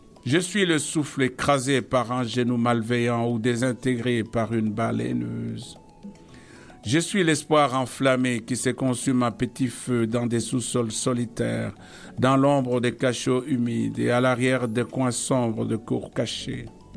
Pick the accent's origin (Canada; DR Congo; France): DR Congo; je viens de la République démocratique du Congo.